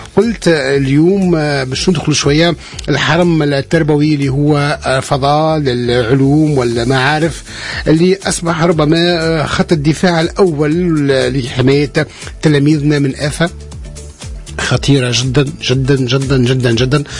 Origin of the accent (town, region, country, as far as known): Tunisia